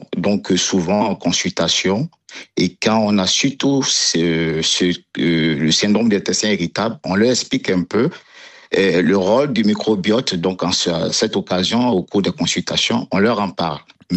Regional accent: Côte d’Ivoire; chez nous, en Afrique, aussi en Côte d'Ivoire

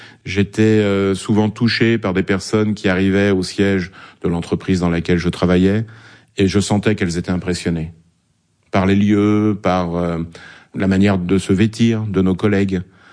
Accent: France; nous sommes Français tous les deux

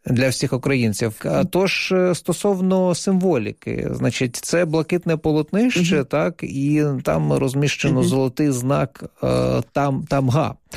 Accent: Donetsk, Donetsk Oblast, Ukraine; also born or lived in Lviv; now in Kyiv, Ukraine; Я тоді переїхав зі Львова, де я спершу мешкав після того, як переселився з Донецька. От вже переїхав в 16-му році до Києва

